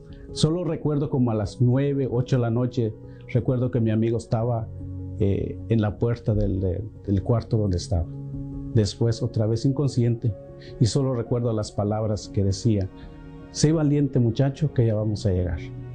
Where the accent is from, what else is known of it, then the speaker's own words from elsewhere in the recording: Guatemala; moved away; soy de Guatemala.